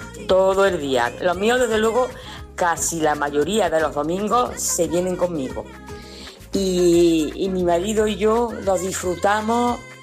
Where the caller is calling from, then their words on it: Nueva Carteya, Andalusia, Spain; de Nueva Cartella.